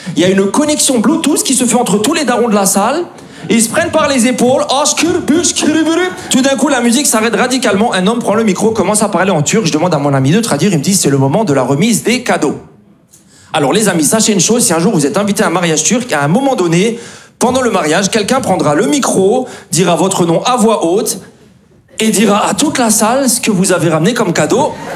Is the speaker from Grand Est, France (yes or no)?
yes; Grand Est, France; born or raised there